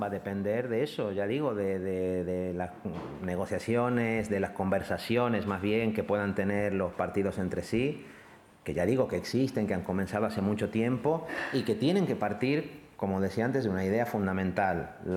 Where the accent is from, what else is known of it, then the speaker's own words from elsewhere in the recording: Catalonia, Spain; si a mí me pregunta como catalán y sale el nombre de Ada Colau